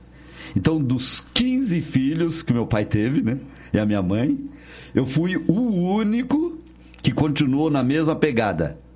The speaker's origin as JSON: {"language": "Portuguese", "town": "Rolante", "region": "Rio Grande do Sul", "country": "Brazil", "tie": "born there", "said": "Gaúcho falso. Eu nasci no Rio Grande do Sul, cidade de Rolante."}